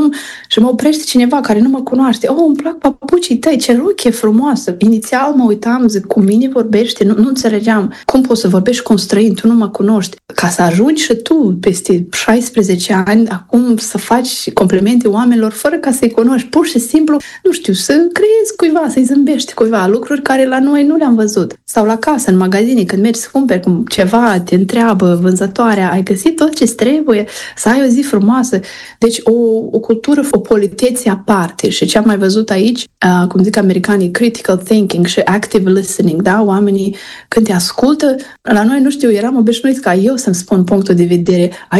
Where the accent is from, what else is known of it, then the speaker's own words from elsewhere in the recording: Moldova; moved away as an adult; now in Arizona, United States; noi când venim din Moldova, venim dintr-o societate, nu știu, mai încruntată, mai serioasă